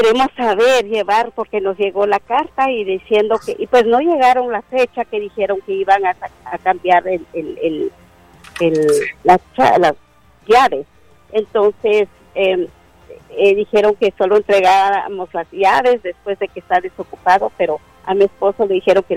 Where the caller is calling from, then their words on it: Houston, Texas, United States; De Houston.